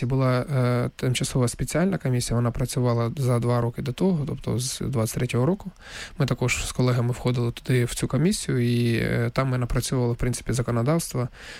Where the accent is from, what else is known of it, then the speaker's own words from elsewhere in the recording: Donetsk, Donetsk Oblast, Ukraine; тому що дійсно я сам з Донецька